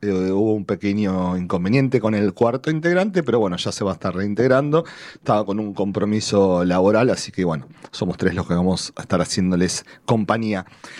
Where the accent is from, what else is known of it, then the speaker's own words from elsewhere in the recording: Casilda, Santa Fe, Argentina; el sur de la provincia de Santa Fe, más precisamente en mi ciudad natal, Casilda, y a unos 50 kilómetros de Rosario